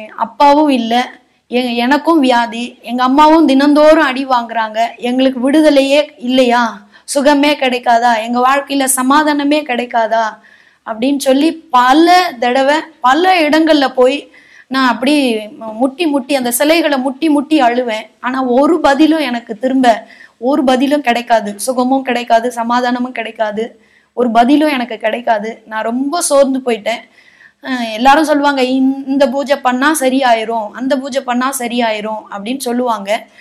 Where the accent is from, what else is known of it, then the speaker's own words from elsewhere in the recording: Gingee, Tamil Nadu, India; என்னுடைய சொந்த ஊர் வந்து செஞ்சி. செஞ்சிலிருந்து ஒரு 8 கிலோமீட்டர் உள்ள காரானந்தல் அப்படின்ற வில்லேஜ்.